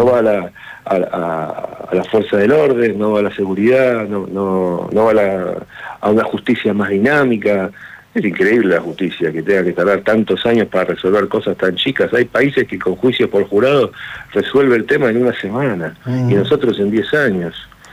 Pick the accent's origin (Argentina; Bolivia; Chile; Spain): Argentina; nosotros somos argentinos, pagamos los impuestos, nos esforzamos, estudiamos, trabajamos, somos productivos.